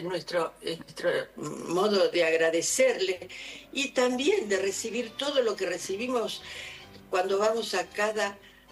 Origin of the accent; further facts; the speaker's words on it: Buenos Aires, Argentina; born there; que nací en Buenos Aires. No, yo amo la Argentina, amo y me duele la Argentina.